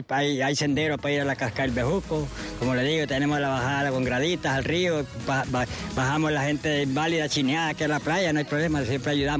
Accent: Santa Bárbara, Honduras; Sí, somos primos, somos de Santa Bárbara.

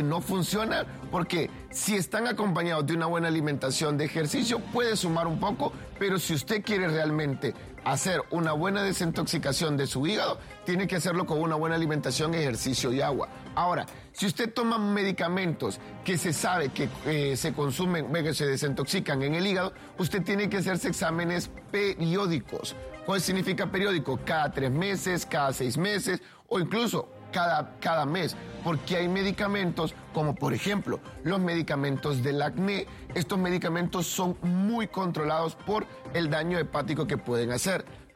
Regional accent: Honduras; nosotros como hondureños

